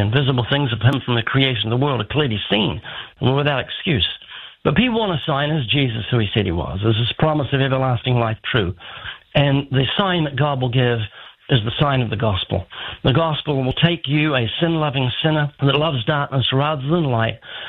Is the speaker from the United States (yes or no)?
no; New Zealand; born there; I was born in New Zealand.